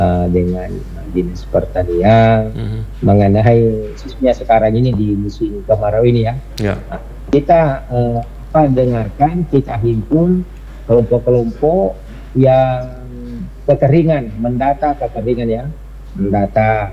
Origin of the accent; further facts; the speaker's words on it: South Sulawesi, Indonesia; Karena kalau mau diistilahkan di apa, di khususnya di daerah saya Pinderan, itu kan hanya ada dua musim.